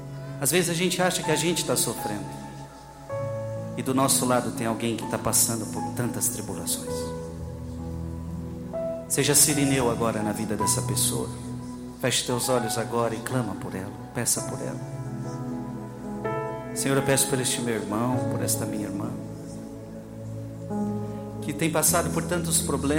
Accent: São Paulo, Brazil; Vocês sabem que eu sou paulista, mas no sangue aqui tem nordestino, né, da mamãe

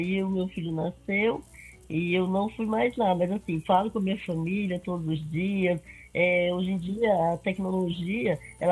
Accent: Ceará, Brazil; moved away as an adult; also born or lived in São Paulo state; now in Piracicaba, Brazil; eu nasci no estado de São Paulo, depois fui embora pro Ceará. Eu sou cearense mesmo, né? Porque eu era um bebê, né?

